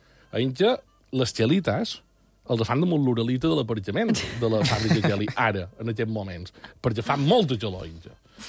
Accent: Mallorca, Balearic Islands, Spain; Som mallorquins centristes.

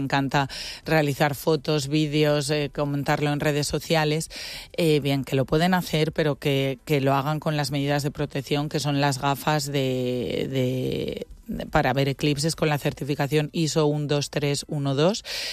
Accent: Asturias, Spain; Pues imagínate, yo que vengo de Asturias, que las playas son kilométricas y que tienes 100 metros a la redonda libres.

